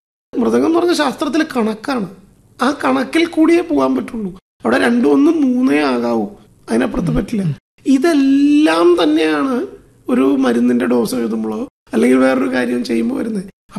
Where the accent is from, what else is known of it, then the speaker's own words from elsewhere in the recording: Irinjalakuda, Kerala, India; ഞാൻ ഇരിഞ്ഞാലക്കുടക്കാരനാണ്.